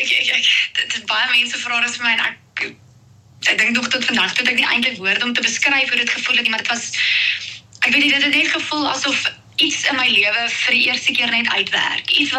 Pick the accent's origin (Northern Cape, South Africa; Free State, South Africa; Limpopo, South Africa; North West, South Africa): North West, South Africa; Klerksdorp; moved away as an adult; now in George, South Africa; ek kom oorspronklik van Klerksdorp van Noordwes. Ek het in 2022 kies het ek hier na toe getrek, George toe, om presies te wees. En toe het ek vir Stefan daar ontmoet en 2024 toe trek ek plaas toe.